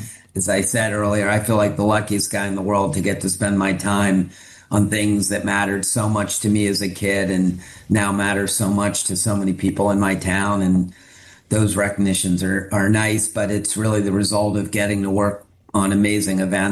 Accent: Maryland, United States; We didn't have a team in DC, and I grew up in Maryland, so I love the Orioles.

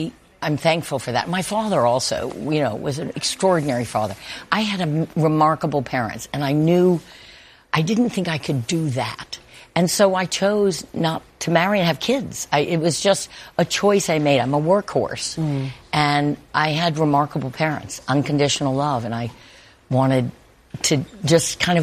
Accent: New Orleans, Louisiana, United States; born or raised there; moved away as an adult; now in New York, United States

